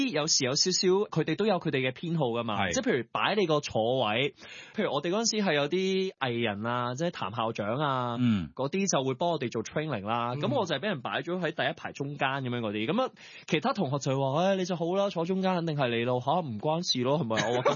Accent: Hong Kong; first language Cantonese; 咁得我一個香港人嘅啫

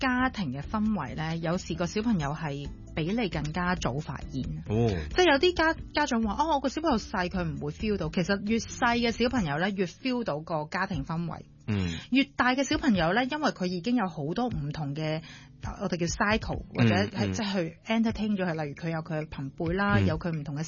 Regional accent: Hong Kong

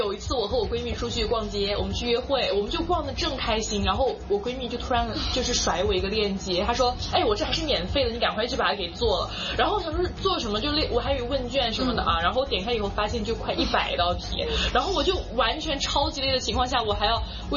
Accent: Chengdu, Sichuan, China; moved away as an adult; now in Hong Kong; 然后我来自四川成都。

